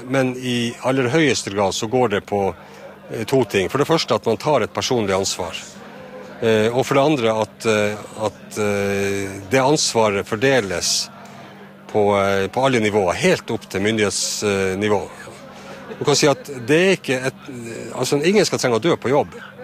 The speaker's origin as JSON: {"language": "Norwegian", "town": "Kjøllefjord", "region": "Finnmark", "country": "Norway", "tie": "born or raised there", "said": "jeg er jo født og oppvokst i Kjøllefjord, i et fiskevær"}